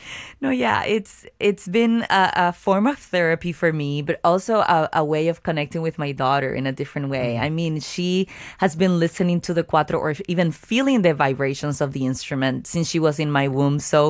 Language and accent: English; Caguas, Puerto Rico; my hometown, Caguas, Puerto Rico